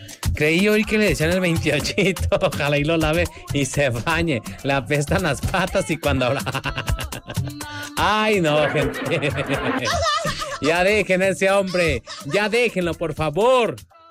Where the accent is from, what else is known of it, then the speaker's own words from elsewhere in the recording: Mexico; Como buen mexicano, uno agarra un vaso, lo monta ahí, pone el micrófono y ahí está, como tripié y todo.